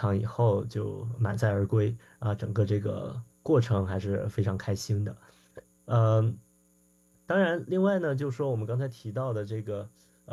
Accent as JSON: {"language": "Chinese", "country": "China", "moved": "yes", "lives_now": "Seattle, United States", "said": "我们中国人"}